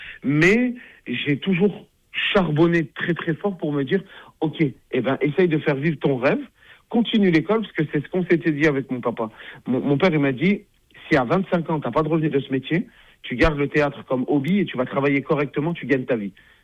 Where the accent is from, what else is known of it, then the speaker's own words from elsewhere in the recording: Grenoble, Auvergne-Rhône-Alpes, France; Quand on vient de Grenoble, je vais prendre toute la région, Grésivaudan, le Mélan, là-bas, Échirolles, Pont-de-Clé, tout.